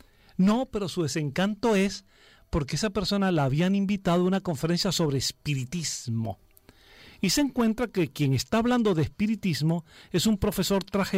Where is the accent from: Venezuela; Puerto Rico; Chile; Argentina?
Venezuela; yo he sido profeta en mi tierra. Es decir, en Venezuela y en América Latina